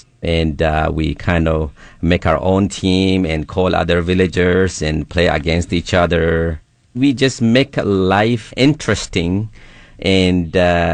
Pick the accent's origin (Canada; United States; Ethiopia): Ethiopia; Sidama; first language Sidamo; English is a second language; moved away; in Sidaminya, which is my mother tongue language